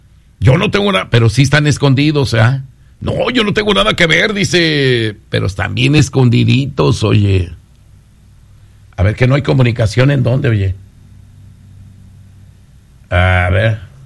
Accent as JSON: {"language": "Spanish", "country": "Mexico"}